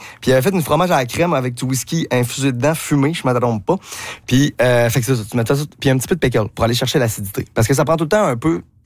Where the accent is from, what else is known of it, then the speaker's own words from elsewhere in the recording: Quebec, Canada; au Québec, nous autres